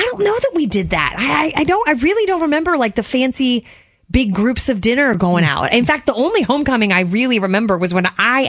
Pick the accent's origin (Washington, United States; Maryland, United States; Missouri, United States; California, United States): Maryland, United States; moved away; I grew up in Maryland.